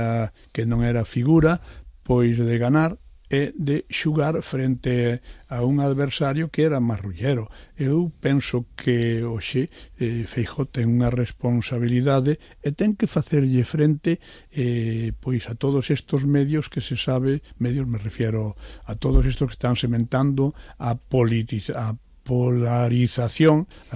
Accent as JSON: {"language": "Galician", "town": "Sober", "region": "Galicia", "country": "Spain", "tie": "born there", "said": "eu son nacín en Vigo, pero nacín en Sober"}